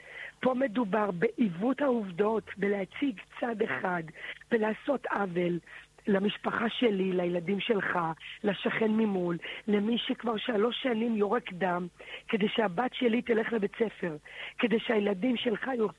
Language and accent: Hebrew; Beersheba, Southern District, Israel; אני גדלתי בבאר שבע. באר שבע זה זורם לי בברידים, בסדר?